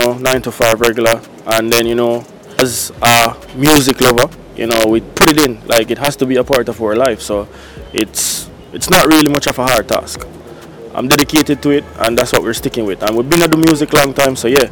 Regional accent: Jamaica; As a Jamaican DJ

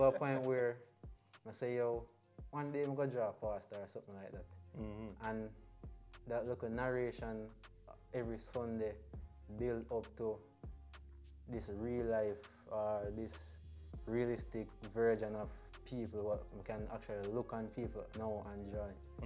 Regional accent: Longville Park, Clarendon, Jamaica; I'm from Clarendon, Longville Park. Mm-hmm. Finished Calabar

